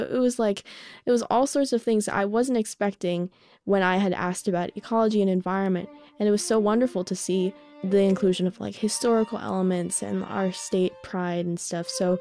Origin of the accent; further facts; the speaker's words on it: Los Angeles, California, United States; I'm from Los Angeles, California, and I play the violin.